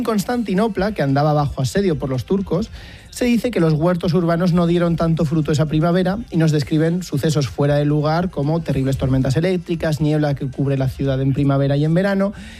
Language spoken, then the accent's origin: Spanish; Zaragoza, Aragon, Spain; una de mi tierra